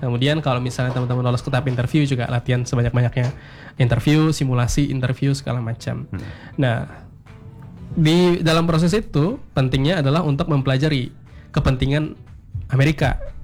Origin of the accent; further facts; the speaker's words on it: West Kalimantan, Indonesia; kita warga Kalbar.